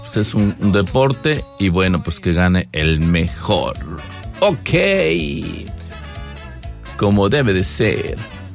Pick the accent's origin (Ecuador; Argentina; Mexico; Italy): Mexico; como buen mexicano futbolero de barrio, ¿no? De pueblo